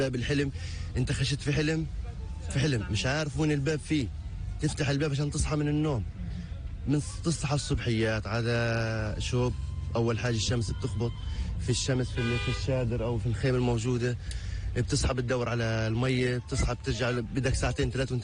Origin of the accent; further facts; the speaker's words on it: Gaza, Gaza Strip, Palestine; ولا حتى الآن ما في علاج عندنا في غزة إن نعالج جراحة مخ وأعصاب